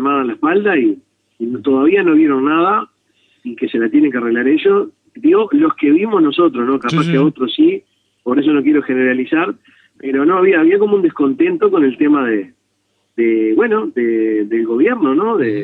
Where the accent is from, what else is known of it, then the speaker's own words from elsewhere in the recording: Salto, Uruguay; viste cómo somos salteños